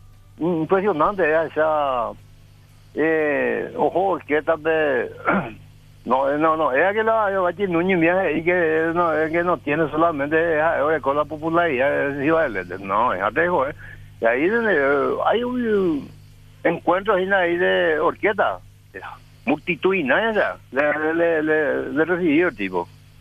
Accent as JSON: {"language": "Spanish", "country": "Paraguay", "said": "me estoy dudando como paraguayo"}